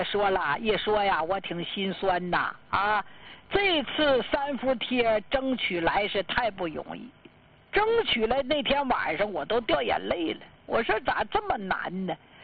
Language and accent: Chinese; Jilin, China; 让咱们吉林地区的患者，我的老家乡啊，我惦记